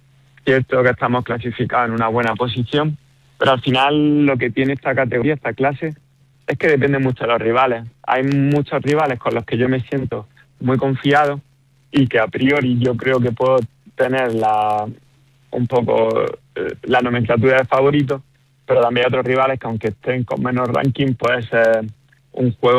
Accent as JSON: {"language": "Spanish", "town": "Motril", "region": "Andalusia", "country": "Spain", "said": "intento llevar el nombre de aquí de Motril, de la costa, que se sepa también que estamos en Granada y Andalucía."}